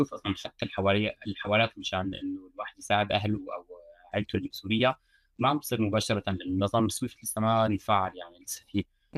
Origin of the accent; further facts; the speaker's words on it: France; accent: Homsi; أنا أول كبرت هون … أنا اسمي فرنسي والأتات يعني سوري